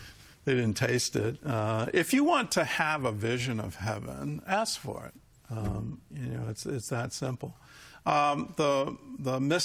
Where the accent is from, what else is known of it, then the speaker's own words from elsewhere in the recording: Virginia, United States; the price of gasoline was a full dollar cheaper there than it was in my home state of Virginia.